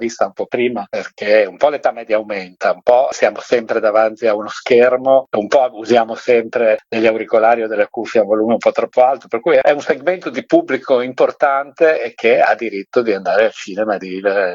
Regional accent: Udine, Friuli-Venezia Giulia, Italy; Udine è la mia città d'origine

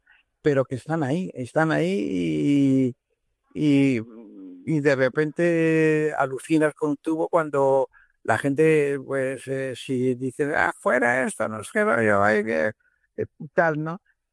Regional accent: Valdepeñas, Castilla-La Mancha, Spain; moved away as an adult; also born or lived in Iznatoraf / Ciudad Real / London; now in Madrid, Spain; Yo me he criado en Valdepeñas, luego estuve estudiando en Ciudad Real y estuve trabajando también en Valdepeñas de mecanógrafo, taquígrafo

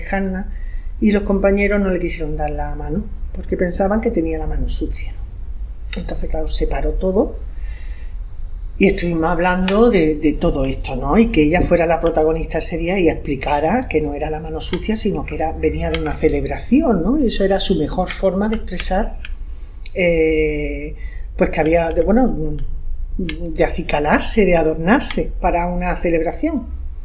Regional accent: Melilla, Spain; born there; el balneario que fue el edificio donde yo nací

